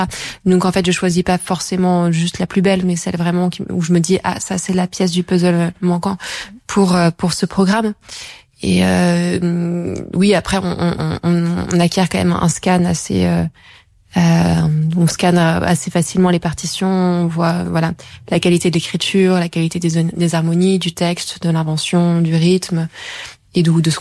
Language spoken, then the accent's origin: French; Paris, Île-de-France, France; Non, moi je suis née à Paris, j'ai grandi à Paris, mais ma famille maternelle est originaire de cette région, donc j'y ai passé beaucoup de temps.